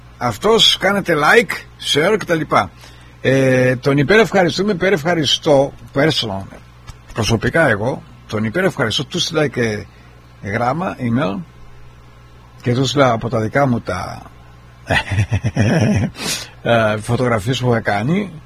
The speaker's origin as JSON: {"language": "Greek", "town": "Argostoli", "region": "Ionian Islands", "country": "Greece", "tie": "born or raised there", "moved": "yes", "said": "Μου θύμισε τα παιδικά μου χρόνια στο Αργοστόλι που κι εγώ ήμουν αλιτάγκουρας, αλιτάκι, όπως λένε"}